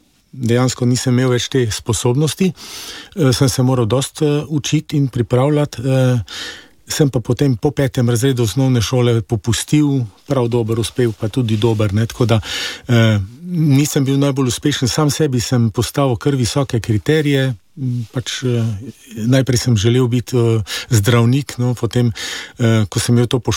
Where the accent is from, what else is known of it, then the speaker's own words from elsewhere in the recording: Celje, Savinja, Slovenia; also born or lived in Koper; Rojen sem v Celju. Sem sin matere samohranilke